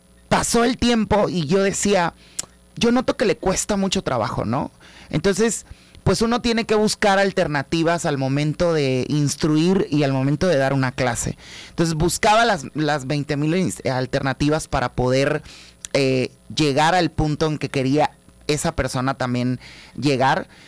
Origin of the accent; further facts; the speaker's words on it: Tabasco, Mexico; Llega por el gusto familiar de bailar, como buena familia tabasqueña.